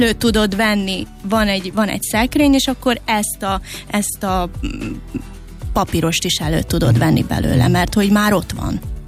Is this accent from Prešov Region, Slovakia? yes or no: no; Komárno, Nitra Region, Slovakia; Felvidéken születtem, Komáromban, uh-huh. Révkomáromban, és egy kis faluban nevelkedtem tulajdonképpen uh-huh. a szüleimmel, és 4 testvéremmel, és 5. gyerekként születtem.